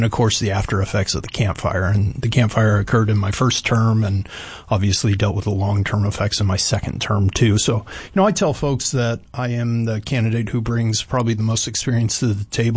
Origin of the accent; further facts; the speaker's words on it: California, United States; So I was born and raised in Yuba County, did a lot of work for many years, actually ran a business throughout Butte, Yuba, and Sutter counties